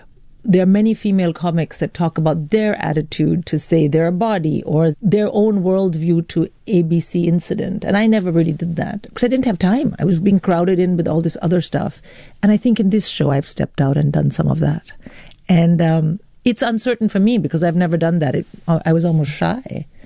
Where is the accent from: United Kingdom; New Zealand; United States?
United Kingdom; they sometimes want to call me an Indian comic. And I say, no, I'm an Indian British comic.